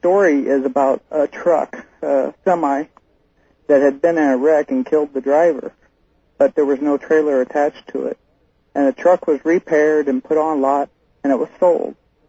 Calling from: Fairbanks, Alaska, United States

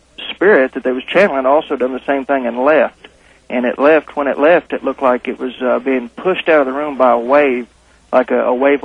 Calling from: Fort Smith, Arkansas, United States; I'm calling from Fort Smith, Arkansas.

